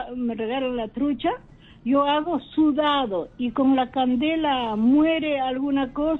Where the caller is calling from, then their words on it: Ayacucho, Peru; de Ayacucho.